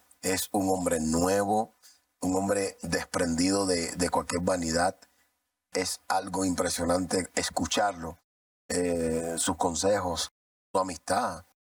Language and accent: Spanish; Cuba; hay una realidad y es que el país de donde yo soy, que es Cuba, eso es una tradición.